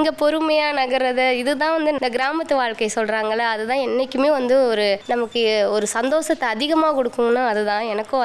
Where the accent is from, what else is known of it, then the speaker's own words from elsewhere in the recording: Karaikal, Puducherry, India; also born or lived in Chennai; இந்த ஊர் வந்து நான் பிறந்த ஊர் கிடையாது, பட் இங்கேதான் வந்து வளர்ந்தேன். ரொம்ப அமைதியான ஒரு ஊர்.